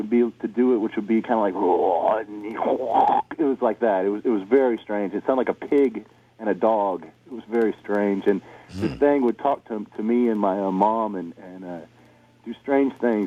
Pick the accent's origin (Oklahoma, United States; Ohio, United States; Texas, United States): Texas, United States; Houston; I'm from Houston, Texas.